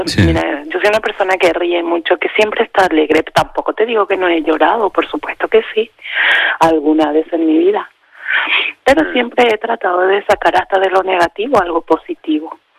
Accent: Paraguay; Soy de Paraguay.

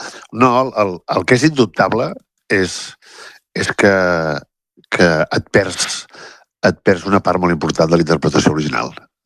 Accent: Vilanova i la Geltrú, Catalonia, Spain; jo soc de Vilanova i la Geltrú

